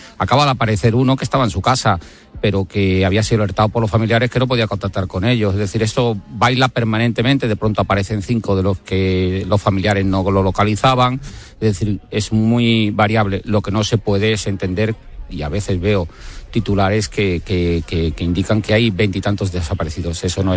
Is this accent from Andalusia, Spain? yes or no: yes; Cádiz, Andalusia, Spain; Si estuviera en mi tierra, en Cádiz, sería lo peor para el incendio.